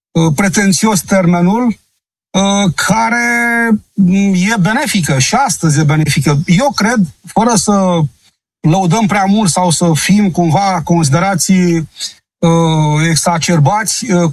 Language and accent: Romanian; Romania; Eu sunt român, sunt român, o grămadă.